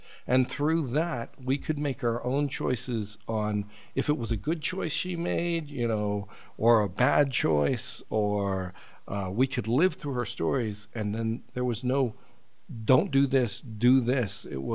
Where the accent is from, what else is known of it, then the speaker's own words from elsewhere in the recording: Uniontown, Ohio, United States; born there; also born or lived in West Virginia; I was born in a small town in Uniontown, Ohio. One stoplight, doesn't have one stoplight now.